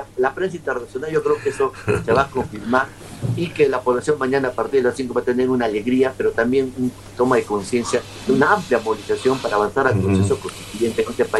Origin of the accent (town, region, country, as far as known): Peru